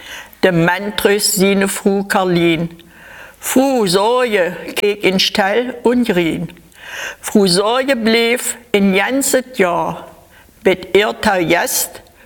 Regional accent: Wanzleben, Saxony-Anhalt, Germany; die ist aus meiner Heimat, über den Berg her, aus dem Kreis Wensleben, wo ich in die Schule gegangen bin hier.

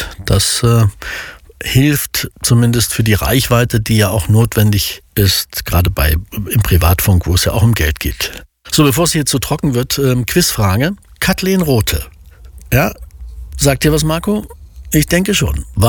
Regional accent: eastern Germany, Germany; Als Ostdeutsche waren wir dann die Berater im westdeutschen Sender.

